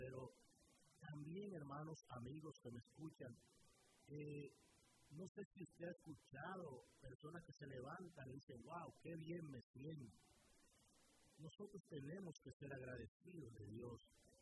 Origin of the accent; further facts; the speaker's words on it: Dominican Republic; se me hace un poco raro decir soy dominicano. Claro que lo soy, nacido y criado en la República Dominicana.